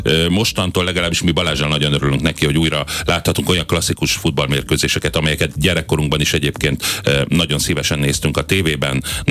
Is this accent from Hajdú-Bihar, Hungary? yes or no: no; Budapest, Hungary; én Cseperről jövök